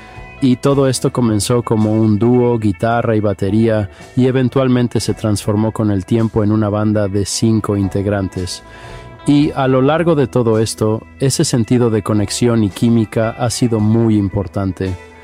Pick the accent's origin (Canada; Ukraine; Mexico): Canada; now in United States; ahora soy un canadiense viviendo en los Estados Unidos